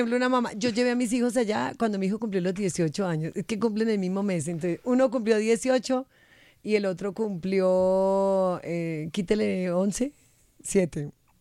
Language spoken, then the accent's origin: Spanish; Boyacá, Colombia; now in Bogotá, Colombia; yo soy boyacense.